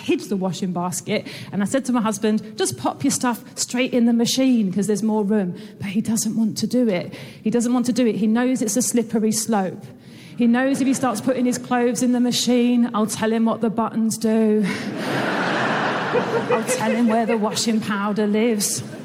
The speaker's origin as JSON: {"language": "English", "region": "England", "country": "United Kingdom", "said": "Thank you so much. I'm here from England."}